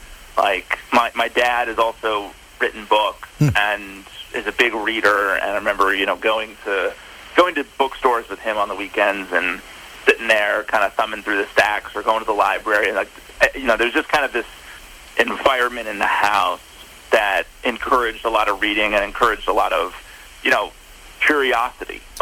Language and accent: English; Minneapolis, Minnesota, United States; also born or lived in Orlando, United States; So I was born in Minnesota. I was raised kind of between Minneapolis and did a stint in Orlando as as well.